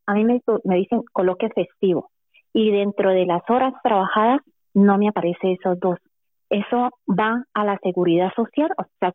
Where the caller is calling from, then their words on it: Madrid, Community of Madrid, Spain; de Lavapiés.